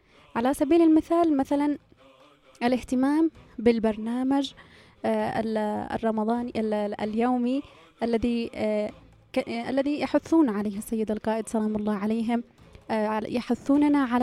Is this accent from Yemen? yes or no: yes; Yemen; بلادنا الحبيبة اليمن